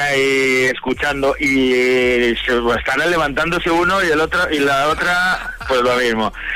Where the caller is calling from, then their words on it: Farnals, Valencian Community, Spain; Claro, mira, estamos en el pueblo de Farnals.